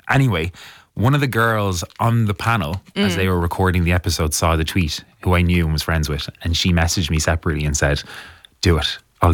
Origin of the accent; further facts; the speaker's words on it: Dublin, Leinster, Ireland; I'm from Knocklyne down the road.